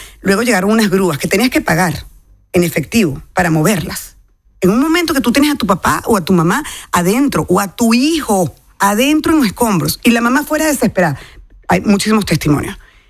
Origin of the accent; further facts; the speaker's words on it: Venezuela; Es increíble lo que estamos aprendiendo como venezolanos hoy.